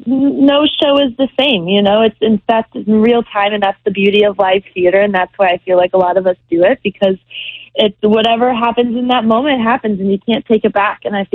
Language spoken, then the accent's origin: English; Gainesville, Georgia, United States; born there; moved away as an adult; also born or lived in Ohio; now in New York City, United States; I'm doing all these shows in the Gainesville High School where I went.